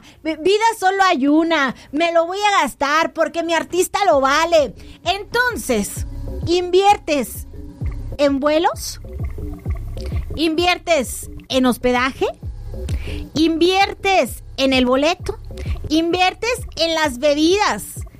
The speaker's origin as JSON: {"language": "Spanish", "country": "Mexico", "said": "Ay, así somos los mexicanos de impuntuales"}